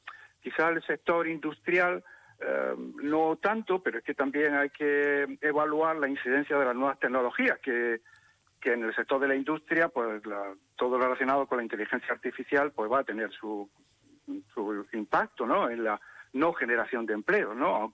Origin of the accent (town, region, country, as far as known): Motril, Andalusia, Spain